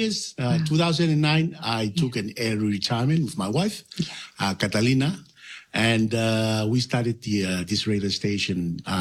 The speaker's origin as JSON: {"language": "English", "country": "Tonga", "tie": "born or raised there", "said": "I grew up in Tonga, and all my life I've been living in Tonga. I never ever liked to migrate."}